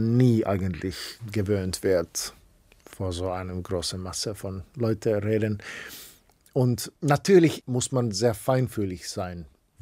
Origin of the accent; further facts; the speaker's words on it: Finland; German is a second language; Und für mich als Finne, vielleicht das Schwierigste ist, dass man muss es auch ein bisschen humoristisch machen